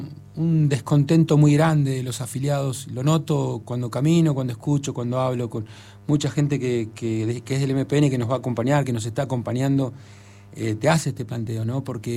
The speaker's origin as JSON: {"language": "Spanish", "town": "Zapala", "region": "Neuquén", "country": "Argentina", "tie": "born or raised there"}